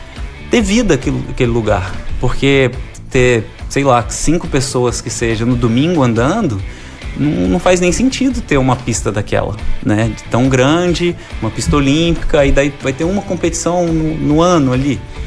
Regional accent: Brazil; now in Rio de Janeiro, Brazil; mesmo sendo brasileiro

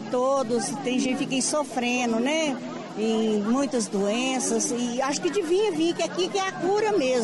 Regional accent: Divinópolis, Minas Gerais, Brazil; Eu sou de Divinópolis, aqui em Minas mesmo.

